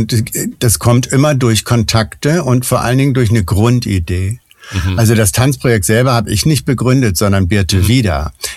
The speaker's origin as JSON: {"language": "German", "region": "Northern Germany", "country": "Germany", "also_born_or_lived": "Munich", "said": "Ich bin ja selber Norddeutscher und habe eigentlich die erste Hälfte meines Lebens eben damit verbrannt, möglichst weit weg von zu Hause zu kommen. Und bin dann aber wieder zurückgekommen in den Norden, also aus München nach Sylt."}